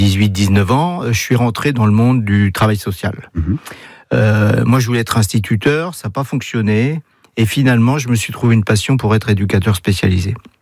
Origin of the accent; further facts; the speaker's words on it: Laval, Pays de la Loire, France; je suis né à Laval en 1958. Donc, je suis un mayennais pur et dur, puisque j'ai le sens du territoire.